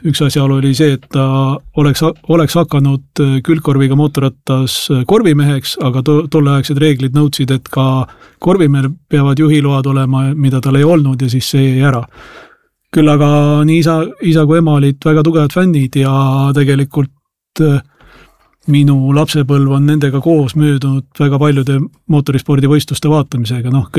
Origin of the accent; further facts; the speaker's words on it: Tallinn, Harju County, Estonia; mina olen ka tegelikult Tallinnast.